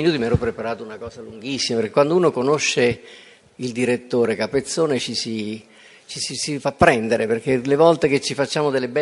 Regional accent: Rome, Lazio, Italy; quando eravamo piccoli, essendo io romano

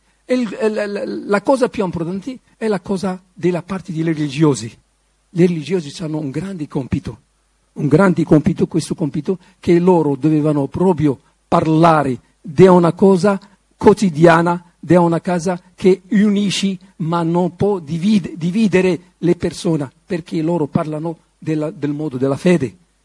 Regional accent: Morocco; now in Rome, Italy; io sono del Marocco

